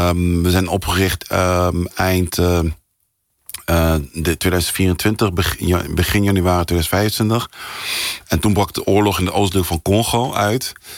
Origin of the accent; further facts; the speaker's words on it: The Hague, South Holland, Netherlands; accent: Haags; Ik ben zelf in Den Haag geboren. Ik heb een klein Haags accent. Ik hoop dat je het niet te veel hoort. Sorry voor de luisteraars. Maar mijn ouders komen oorspronkelijk en mijn roots zitten in Congo. En ik ben inmiddels wat ouder, 38 jaar. Ik was nooit in Congo